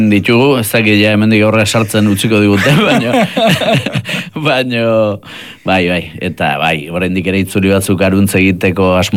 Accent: Errenteria, Basque Country, Spain; born there

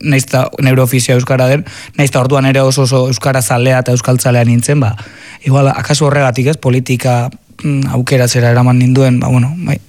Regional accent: Azpeitia, Basque Country, Spain; Gu presoak, osea, ni Azpeitiarra naiz, da nik ez dakit 9 kuadrotan ezagutu nitun herriko 9 preso.

